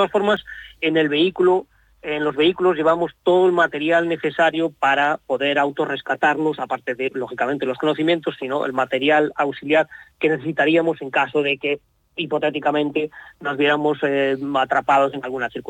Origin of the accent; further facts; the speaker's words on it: A Coruña, Galicia, Spain; somos de Coruña y empezamos pues la cosa en Coruña, ¿no?